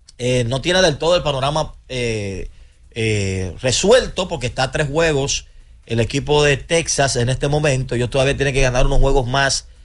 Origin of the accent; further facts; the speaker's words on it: Santo Domingo, Dominican Republic; Pero Huella está más cerca del Caliche, que fue donde me crié.